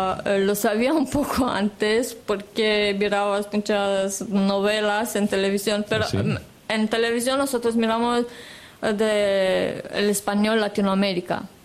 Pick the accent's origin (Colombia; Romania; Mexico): Romania; Spanish is a second language; now in Spain